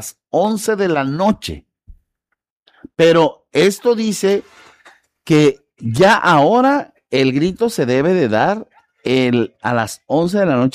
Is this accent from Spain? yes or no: no; Mexico